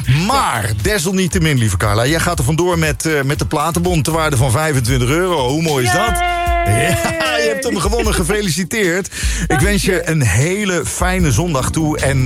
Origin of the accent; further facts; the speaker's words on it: Apeldoorn, Gelderland, Netherlands; Ik kom zelf ook uit Apeldoorn.